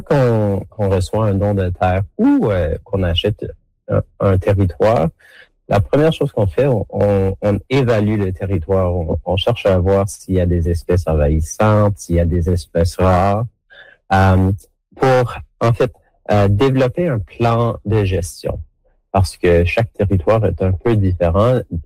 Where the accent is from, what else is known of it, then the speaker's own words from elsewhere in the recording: Canada; Donc, nous avons cette responsabilité chez nous aussi, ici au Canada, de les protéger.